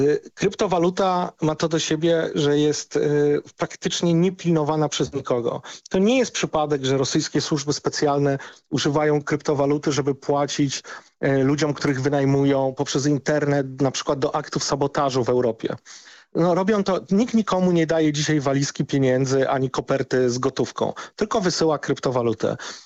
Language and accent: Polish; Warsaw, Masovian Voivodeship, Poland; born there; jestem urodzonym warszawiakiem